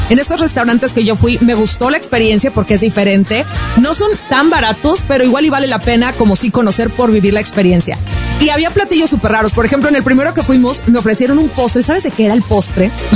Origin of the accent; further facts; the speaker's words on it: Mazatlán, Sinaloa, Mexico; yo que soy sinaloense, mazatleque